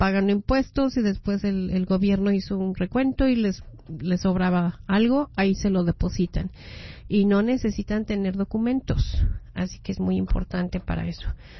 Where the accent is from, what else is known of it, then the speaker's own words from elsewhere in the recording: Mexico City, Mexico; moved away; Ah, yo soy de la Ciudad de México, así que pues mi mero mole.